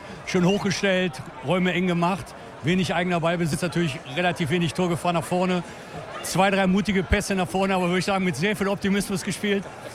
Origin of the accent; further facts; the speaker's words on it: Düsseldorf, North Rhine-Westphalia, Germany; Wir sind beide Düsseldorfer, Antenne Düsseldorf. Für einen Düsseldorfer gibt es nichts Größeres